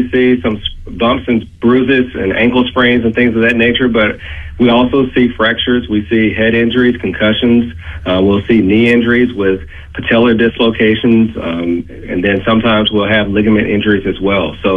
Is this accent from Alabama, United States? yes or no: yes; Muscle Shoals, Alabama, United States; moved away as an adult; also born or lived in Laurel, Mississippi; now in Jackson, United States; No, I'm from Muscle Shoals, Alabama. So I'm from the neighboring state.